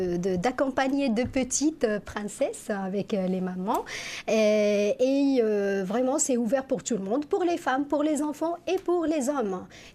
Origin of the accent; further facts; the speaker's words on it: Casablanca, Casablanca-Settat, Morocco; now in Bergerac, France; C'est ma ville natale.